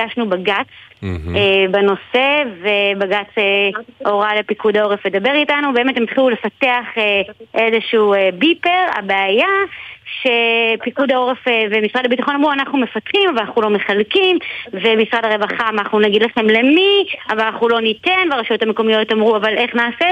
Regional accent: Northern District, Israel; כשאני הייתי ילדה במלחמת המפרץ, גדלתי בצפון

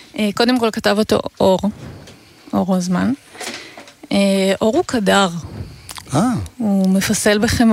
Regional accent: Tel Aviv, Tel Aviv District, Israel; מתל אביב.

